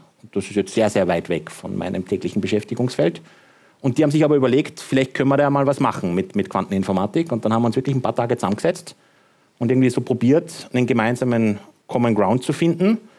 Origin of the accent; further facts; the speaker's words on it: Hagenberg, Upper Austria, Austria; Schön, dass Sie meinen Heimatort so eloquent beschreiben.